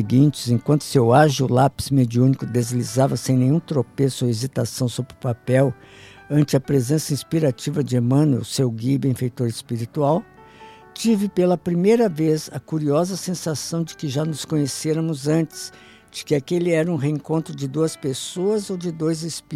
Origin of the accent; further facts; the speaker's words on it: Guaíba, Rio Grande do Sul, Brazil; encomendado pela Prefeitura de Guaíba, minha terra natal.